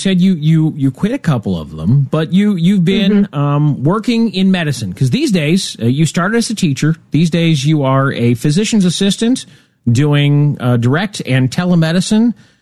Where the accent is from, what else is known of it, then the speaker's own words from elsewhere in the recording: Nebraska, United States; now in Washington, D.C. area, United States; I'm originally from Nebraska. I live in the D.C. area now.